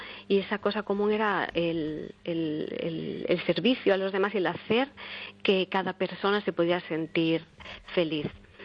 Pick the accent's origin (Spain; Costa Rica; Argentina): Spain; Galicia; la música, como buena gallega también siempre ha estado muy presente en mi vida